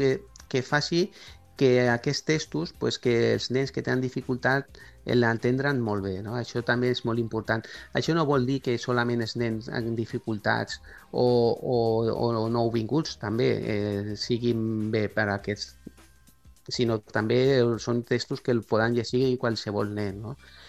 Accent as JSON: {"language": "Catalan", "town": "Cornellà de Llobregat", "region": "Catalonia", "country": "Spain", "said": "nosaltres som de Cornellà, de Catalunya"}